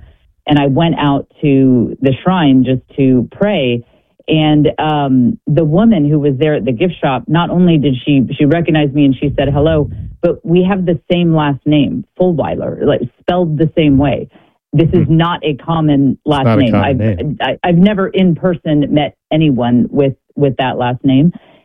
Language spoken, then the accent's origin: English; Austin, Texas, United States; I'm from Austin, Texas. I don't have any connection with Green Bay